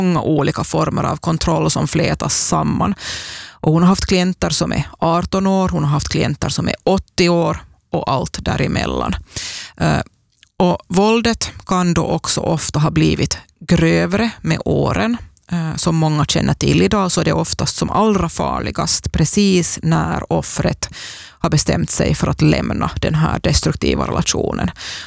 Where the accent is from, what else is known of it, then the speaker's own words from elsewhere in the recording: Ostrobothnia, Finland; Både du och jag är österbottningar